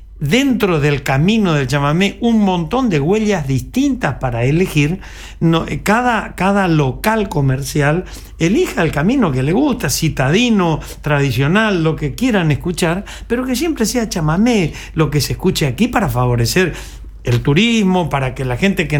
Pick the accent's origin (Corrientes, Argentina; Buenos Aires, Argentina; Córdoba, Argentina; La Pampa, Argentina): Corrientes, Argentina; nosotros los correntinos